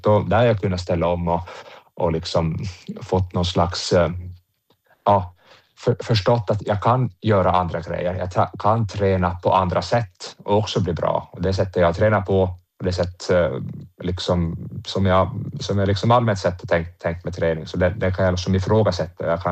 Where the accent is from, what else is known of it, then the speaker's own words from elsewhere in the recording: Åland, Åland Islands; Och sen är det ju faktiskt så att som ålänning så måste man ju...